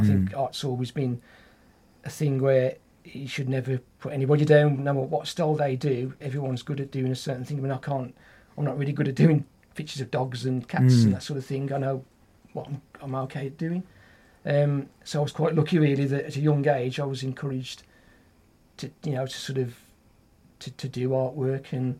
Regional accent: Tipton, West Midlands, United Kingdom; I was born in West Bromwich, grew up in Tipton, lived there till I got married. And then, but I've always lived in like Oldbury, lived in Pensnet, the Black Country area.

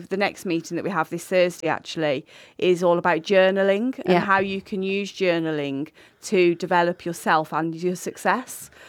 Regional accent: West Midlands, United Kingdom; moved away as an adult; now in Black Country, United Kingdom; I'm from Shropshire.

